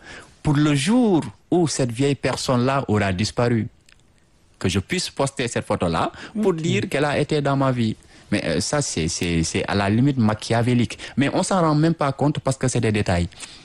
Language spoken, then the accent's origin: French; Senegal; en tant qu'Africain, de surcroît, en tant que Sénégalais